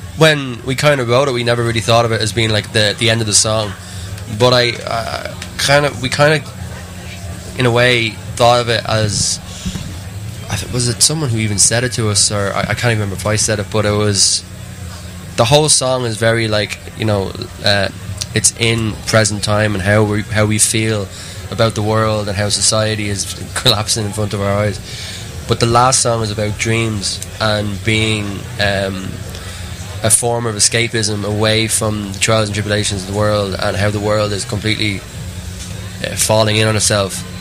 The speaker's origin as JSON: {"language": "English", "country": "Ireland", "said": "because I am Irish and unfortunately grew up Catholic"}